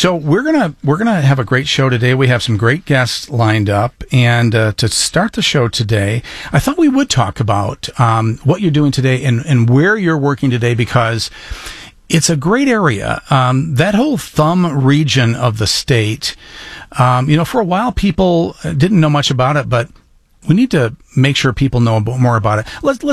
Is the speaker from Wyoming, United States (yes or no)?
no; Michigan, United States; I'm from West Michigan